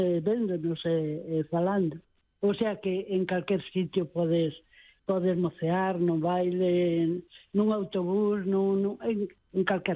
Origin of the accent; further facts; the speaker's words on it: Lugo, Galicia, Spain; digo, pues eu son de Lugo